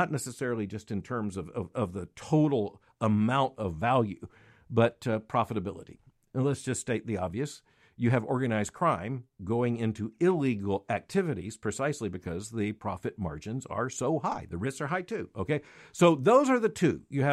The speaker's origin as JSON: {"language": "English", "country": "United States"}